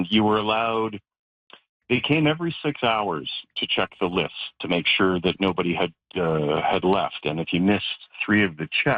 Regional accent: Toronto, Ontario, Canada; now in Kenora, Canada; I grew up in Toronto. I was there most of my life.

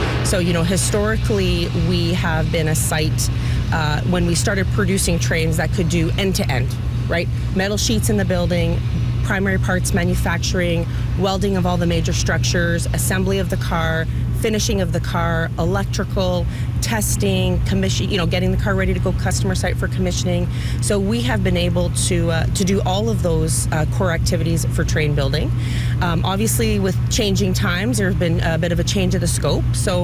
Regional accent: Thunder Bay, Ontario, Canada; Born and raised in Thunder Bay. I started in pulp and paper as a chemical engineer

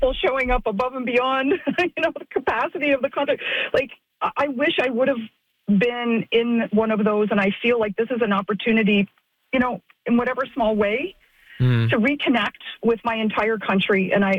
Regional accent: Canada; And that for me is probably the most powerful thing that reaches out to me as a Canadian.

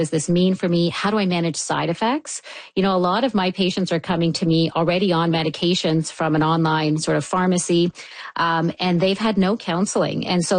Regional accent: Canada; I think as a Canadian population, we would be so much better off kind of going that route.

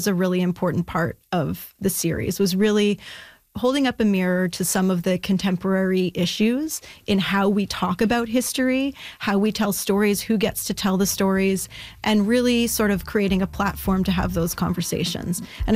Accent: Ottawa, Ontario, Canada; I'm actually from Ottawa originally, but I did come with when I visited friends and family in the city.

